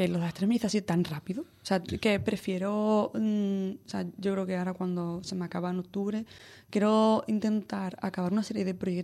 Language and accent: Spanish; Cádiz, Andalusia, Spain; moved away as an adult; also born or lived in Barcelona; yo tomé la decisión de volverme porque, lo mismo que Alicia y Javier, necesito estar en mi tierra y necesito tener la oportunidad de echar un poco raíces aquí, que yo me he llevado muchos años fuera.